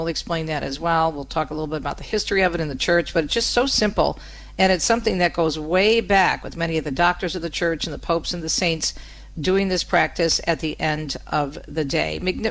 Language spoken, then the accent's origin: English; Detroit, Michigan, United States; born or raised there